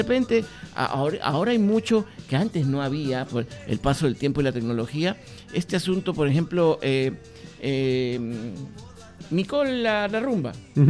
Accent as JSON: {"language": "Spanish", "country": "Peru", "said": "en mi Perú, en mi país"}